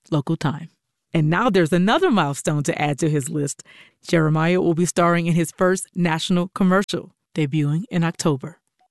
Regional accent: New Orleans, Louisiana, United States; I'm from New Orleans

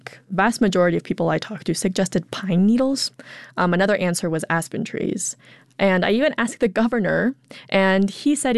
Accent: Colorado, United States; I grew up in Colorado, so that's kind of a defining smell for me.

